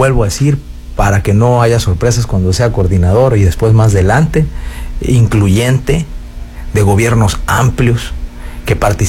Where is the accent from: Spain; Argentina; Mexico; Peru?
Mexico; Sinaloa; somos sinaloenses